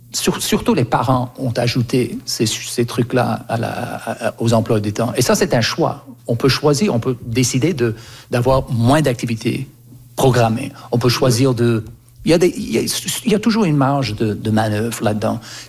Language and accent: French; Canada; born or raised there